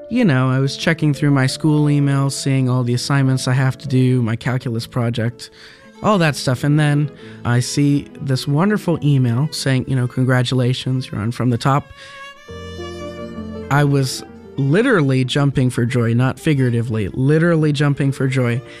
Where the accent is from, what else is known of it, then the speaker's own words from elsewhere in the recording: Lake Worth, Florida, United States; from Lake Worth, Florida, and today I'll be performing the last movement